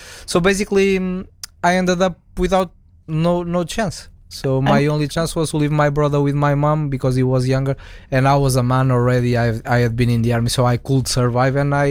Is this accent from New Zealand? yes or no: no; Portugal; born or raised there; moved away